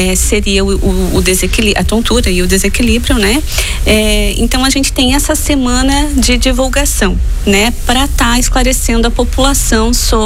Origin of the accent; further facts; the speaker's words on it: Blumenau, Santa Catarina, Brazil; moved away as an adult; now in Balneário Camboriú, Brazil; sou de Blumenau, natural de Blumenau, mas moro aqui na região há mais de 20 anos.